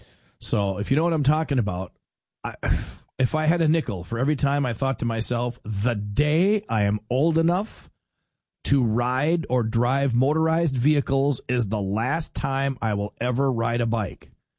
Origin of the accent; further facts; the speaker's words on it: Fargo, North Dakota, United States; And I understand I grew up in Fargo. So growing up in Fargo, we didn't have any hills. There's one hill in town.